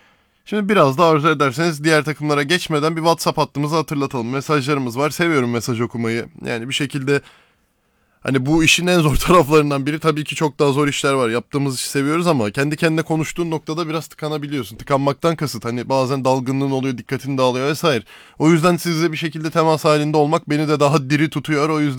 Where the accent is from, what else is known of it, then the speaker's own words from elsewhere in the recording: Istanbul, Turkey; born there; semt olarak da doğma büyüme Beşiktaş'ta olduğu için hani o semt kültürü, Beşiktaş'ın semt takımı kültürünü de çok içselleştirip bir şekilde evrimini sürdüren bir aile. O yüzden bunun etkisinde de büyüdüm ben.